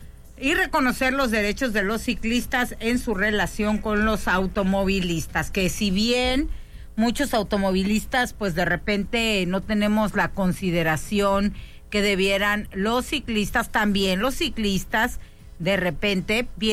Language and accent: Spanish; Mexicali, Baja California, Mexico; pero pues soy de Mexicali, vivo muy a gusto aquí, no tengo pensado irme a vivir a Alaska ni a ningún otro lugar.